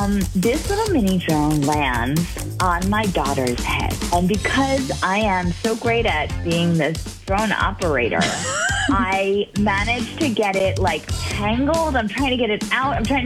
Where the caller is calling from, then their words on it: Monona, Wisconsin, United States; I'm from Monona